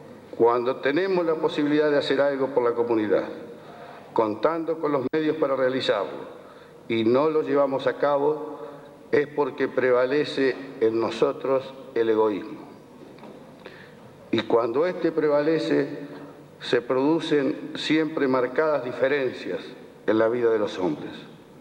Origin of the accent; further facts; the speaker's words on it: Coronel Pringles, Buenos Aires Province, Argentina; mi pueblo de Coronel Pringles.